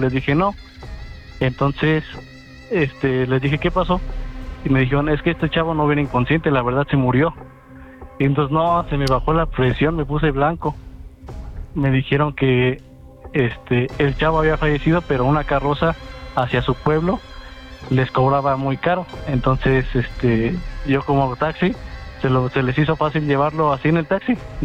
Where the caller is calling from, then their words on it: Mexico City, Mexico; De aquí, de la Ciudad de México, trabajando.